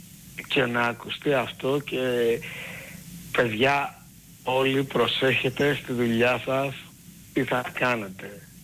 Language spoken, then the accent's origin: Greek; Velvento, Western Macedonia, Greece; Βελβέντο.